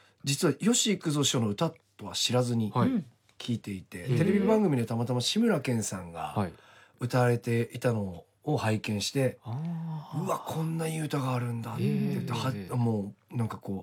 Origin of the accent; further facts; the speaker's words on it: Kanto, Japan; 僕関東圏の出身なので